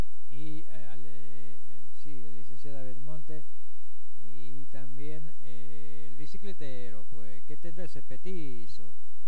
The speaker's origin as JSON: {"language": "Spanish", "region": "Jujuy", "country": "Argentina", "said": "nosotros los jujeños también, no tenemos que copiar, somos jujeños, somos norteños, somos collas jujeños, porque desde Tucumán para acá todos somos collas"}